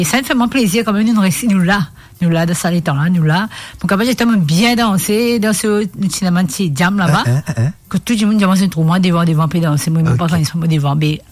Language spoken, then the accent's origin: French; Mauritius; En fait, pour moi, en tant que Mauricienne, je connais … quand tu es bien jeune.